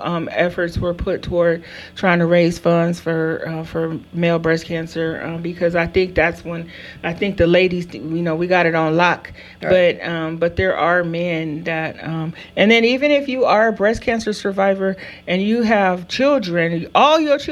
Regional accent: Chino, California, United States; So Chino, that's in my hometown.

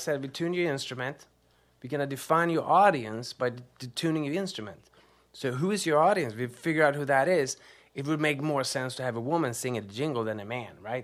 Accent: Sweden; moved away; even though I'm from Sweden.

